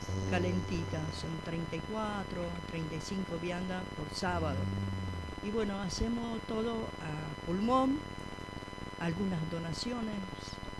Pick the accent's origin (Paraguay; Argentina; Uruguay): Paraguay; born there; moved away; Yo nací ahí en Paraguay